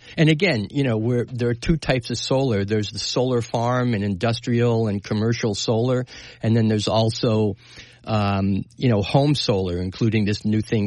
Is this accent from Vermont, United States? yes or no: yes; Vermont, United States; even in my home state of Vermont